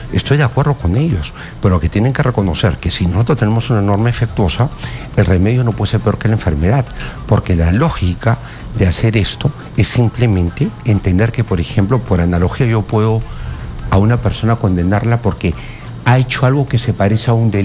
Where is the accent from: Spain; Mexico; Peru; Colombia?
Peru; Y tengo como una autocrítica también como peruanos que somos y peruanos de a pie.